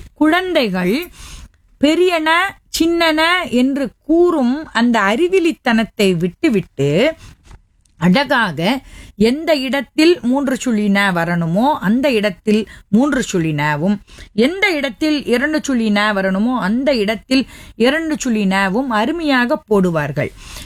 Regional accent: Thoothukudi, Tamil Nadu, India; நான் பிறந்து வளர்ந்தது எல்லாம் தூத்துக்குடி. சிறு வயதிலிருந்தே எட்டயபுரத்தில் எங்கள் பாட்டி ஆசிரிய பயிற்சி முடித்து விட்டு எட்டயபுரத்திலிருந்து எல்லோரும் புலம்பெயர்ந்து தூத்துக்குடிக்கு வந்து விட்டார்கள்.

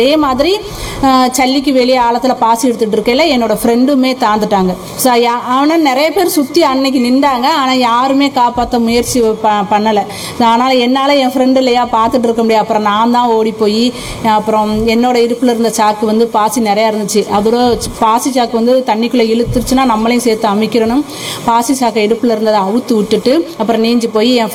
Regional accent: Narikuzhi, Tamil Nadu, India; born there; also born or lived in Paman Therkuvadi; நான் பிறந்த ஊர் வந்து நரிக்குழி அப்படின்னு ஒரு கிராமத்தில் நான் பிறந்தேன். எனக்கு கல்யாணம் பண்ணி கொடுத்தது தான் பாமன் தெற்குவாடி கிராமம். இப்போ அங்கே தான் இருக்கேன்.

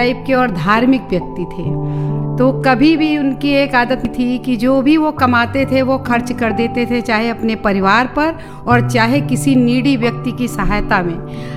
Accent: Bahraich district, Uttar Pradesh, India; now in Gonda, India; मेरे पापा आयुर्वेदिक डॉक्टर थे और मैंने प्राइमरी एजुकेशन से लेकर हाई स्कूल तक का एजुकेशन वहीं से प्राप्त किया है।

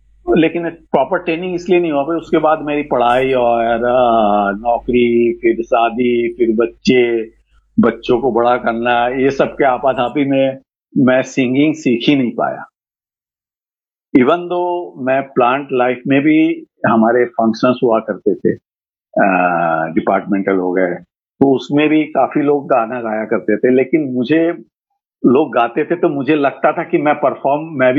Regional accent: Bhilai, Chhattisgarh, India; मैं भिलाई छत्तीसगढ़ का रहने वाला हूँ

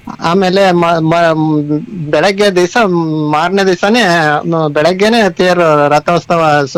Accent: Rameshwara, Karnataka, India; moved away; ರಾಮೇಶ್ವರ ಅಂತಂದ್ರೆ ನಮ್ಮೂರ್ನಲ್ಲಿ ಒಂದು ಎರಡು ದೇವಸ್ಥಾನ ಇದೆ ಮೇಡಮ್ ಅವರೇ.

